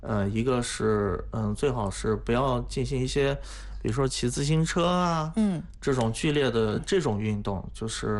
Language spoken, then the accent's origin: Chinese; Shandong, China; moved away; 就是我们山东老家那边